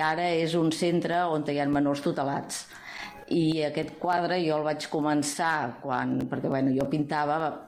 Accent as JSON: {"language": "Catalan", "region": "Catalonia", "country": "Spain", "said": "jo sóc de Palau"}